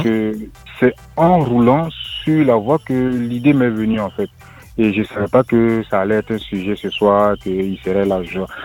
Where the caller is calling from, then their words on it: Abidjan, Côte d’Ivoire; Là, j'appelle de Faya.